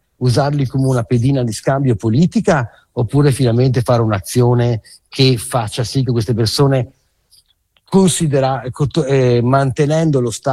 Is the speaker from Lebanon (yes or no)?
yes; Lebanon; noi siamo di Libano, non stiamo a parlare mai